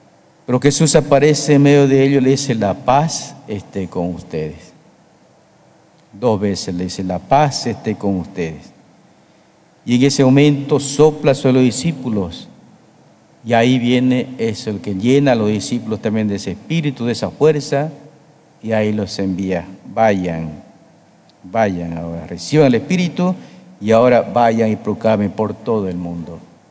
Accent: Bolivia; Queremos vivir como bolivianos que somos

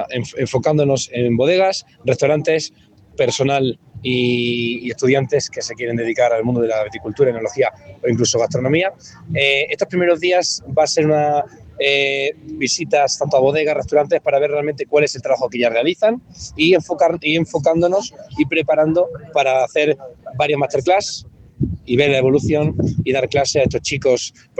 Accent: Extremadura, Spain; moved away as an adult; also born or lived in London; yo me formé, soy extremeño de español, me formé en Londres, estuve cuatro años en Londres trabajando en distintos restaurantes

